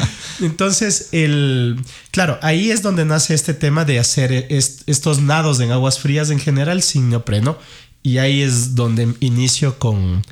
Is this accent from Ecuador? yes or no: yes; Quito, Pichincha, Ecuador; Soy de Quito. Soy chullita.